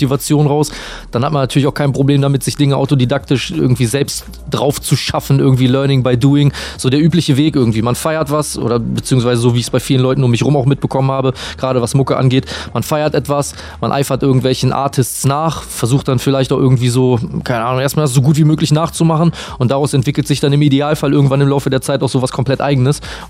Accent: Celle, Lower Saxony, Germany; now in Bremen, Germany; ich komme aus Bremen, ursprünglich aber born and raised sozusagen in Celle. Das ist eine kleine Stadt in Niedersachsen in der Nähe von Hannover.

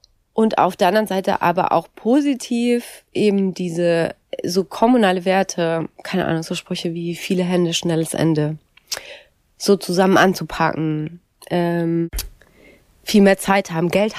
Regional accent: West Germany, Germany; So, für mich als Westdeutsche oder für uns dann als andere Westdeutsche ist die Verantwortung, mit anderen Westdeutschen darüber zu reden.

